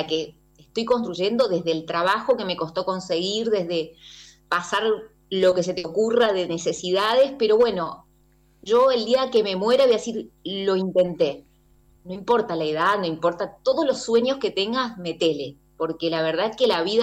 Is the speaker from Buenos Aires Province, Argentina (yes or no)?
no; Reconquista, Santa Fe, Argentina; moved away as an adult; now in Córdoba, Argentina; vengo de Reconquista, que es una ciudad al norte de la provincia de Santa Fe. Me vine a Córdoba